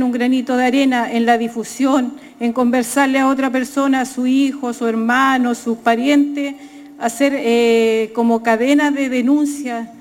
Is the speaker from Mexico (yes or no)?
no; Chile; La solidaridad entre nosotros como mapuches chilenos que estamos en resistencia es lo principal para llevar adelante esto.